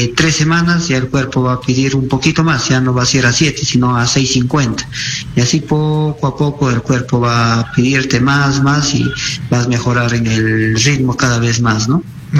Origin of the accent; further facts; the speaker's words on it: Peru; o a todos los peruanos